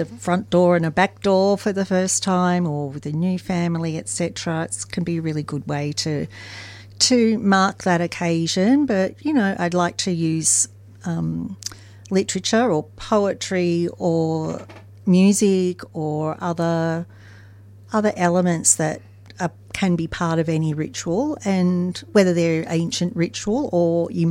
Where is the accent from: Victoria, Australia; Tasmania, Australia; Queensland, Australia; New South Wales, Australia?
New South Wales, Australia; Newcastle; also born or lived in Sydney; Yeah, in Newcastle, New South Wales. I was born in Sydney and always knew that I was adopted from when I can remember.